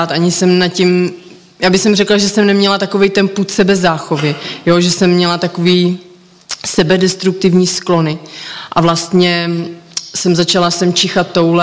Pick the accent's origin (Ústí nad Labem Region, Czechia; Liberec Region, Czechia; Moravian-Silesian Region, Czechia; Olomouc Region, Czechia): Ústí nad Labem Region, Czechia; Most; Tak já pocházím z Mostu a narodila jsem se vlastně do takové rodiny